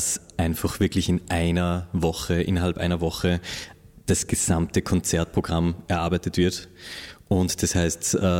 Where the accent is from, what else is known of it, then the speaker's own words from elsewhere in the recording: Upper Austria, Austria; Also ich komme ja aus Oberösterreich